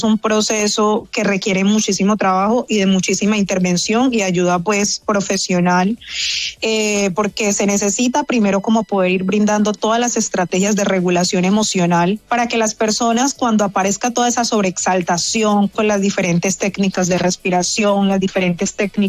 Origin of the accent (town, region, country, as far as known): Chocó, Colombia